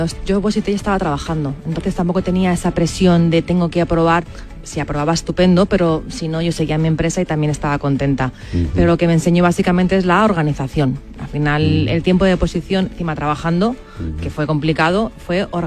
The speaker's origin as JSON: {"language": "Spanish", "town": "Madrid", "region": "Community of Madrid", "country": "Spain", "said": "al final yo soy madrileña y me gusta correr en mi ciudad."}